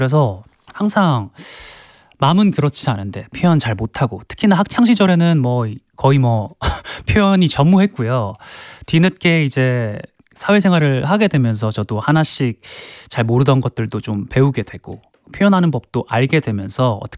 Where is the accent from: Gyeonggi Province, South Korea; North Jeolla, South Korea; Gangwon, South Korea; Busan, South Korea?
Busan, South Korea; 저도 뭐 부산 사람이고 경상도 사람이라서